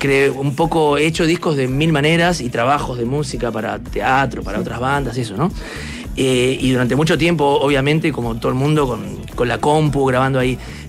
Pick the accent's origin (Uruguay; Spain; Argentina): Uruguay; uruguayos somos pocos, pero estamos en todas partes y medio nos conocemos todos.